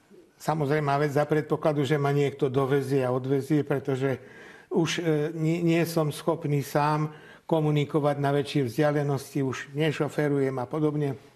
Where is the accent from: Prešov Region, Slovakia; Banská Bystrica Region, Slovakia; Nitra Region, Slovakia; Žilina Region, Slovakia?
Banská Bystrica Region, Slovakia; kde som sa v mojom rodisku, kde som ja žil, kde som chodil, to je na rozhraní Veľkej Fatry a Kremnických vrchov v údolí nedaleko Banskej Bystrice, je moja rodná obec. Tam som vyrástol